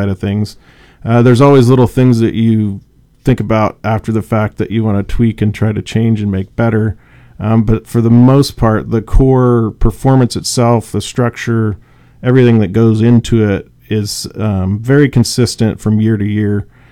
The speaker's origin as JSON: {"language": "English", "town": "Helix", "region": "Oregon", "country": "United States", "tie": "born or raised there", "said": "Both Cody and I grew up in Helix, went to school 13 years, K through 12 out there."}